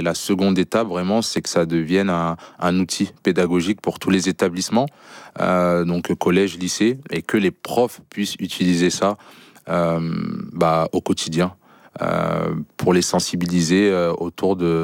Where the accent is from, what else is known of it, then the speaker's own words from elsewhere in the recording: Lyon, Auvergne-Rhône-Alpes, France; moved away; revenir chez moi à Lyon